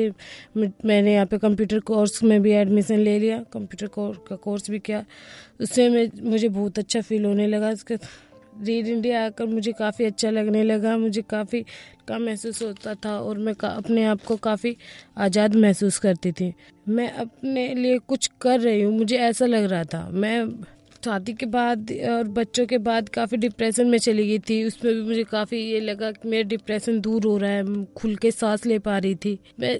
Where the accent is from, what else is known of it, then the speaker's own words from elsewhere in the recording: Agra, Uttar Pradesh, India; मैं आगरा से बिलोंग करती हूँ।